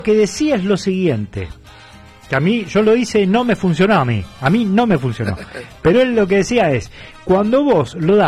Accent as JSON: {"language": "Spanish", "region": "Buenos Aires", "country": "Argentina", "said": "Y desconocen cómo es el sur de la capital, que también es ser porteño, obviamente, viviendo"}